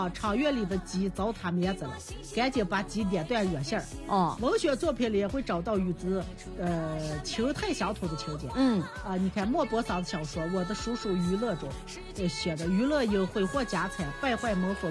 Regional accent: Shaanxi, China; 咱们陕西方言，叫脸白，

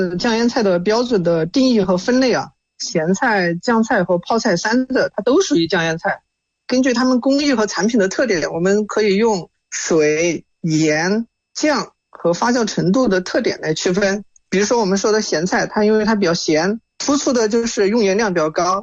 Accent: Sichuan-Chongqing, China; 作为一个土生土长的川渝人

